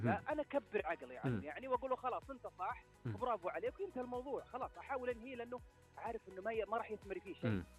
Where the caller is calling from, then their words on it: Al-Qassim, Saudi Arabia; من القصيم الله يعزك.